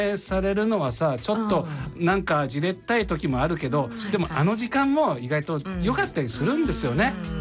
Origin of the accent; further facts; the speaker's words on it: Yokohama, Kanagawa, Japan; 私の実家のある綱島は新綱島駅っていうのもできて、めちゃくちゃ盛り上がってますよ。